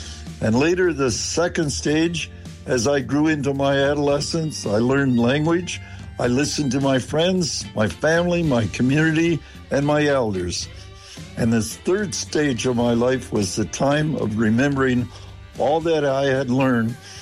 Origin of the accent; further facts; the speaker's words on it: Ontario, Canada; I'm an elder of the Turtle Clan, member of the Saugeen First Nation, located on the shores of Lake Huron.